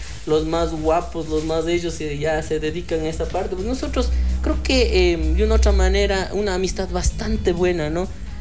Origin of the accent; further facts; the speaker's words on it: Ambato, Tungurahua, Ecuador; Soy de Tungurahua, soy de Ambato